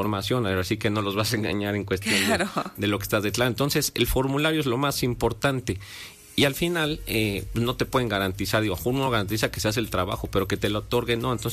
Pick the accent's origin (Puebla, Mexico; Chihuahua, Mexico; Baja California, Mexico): Puebla, Mexico; poblanos.